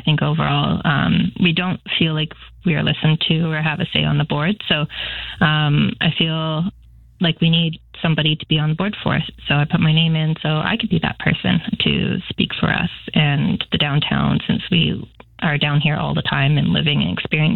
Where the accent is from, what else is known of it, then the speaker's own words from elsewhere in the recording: Victoria, British Columbia, Canada; I was born and raised down here in Victoria. And so I've experienced the potential of the city.